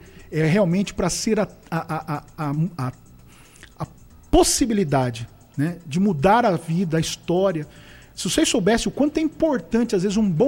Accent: Bauru, São Paulo, Brazil; moved away as an adult; now in Limeira, Brazil; minha vida hoje está em Limeira. Eu sou natural da cidade de Bauru, passei boa parte da minha vida lá, mas sempre trabalhei fora.

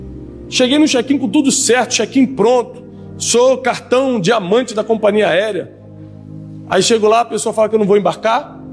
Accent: Rio de Janeiro, Brazil; eu cresci no Rio de Janeiro. Então, a polícia do Rio de Janeiro é corrupta.

